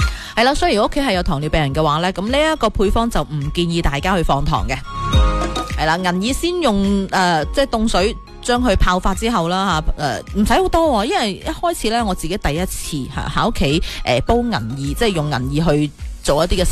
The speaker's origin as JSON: {"language": "Cantonese", "region": "Guangdong", "country": "China", "said": "我哋广东人"}